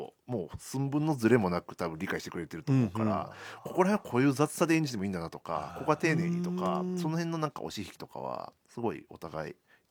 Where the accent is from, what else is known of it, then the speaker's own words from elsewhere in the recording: Kyoto, Japan; 地元の京都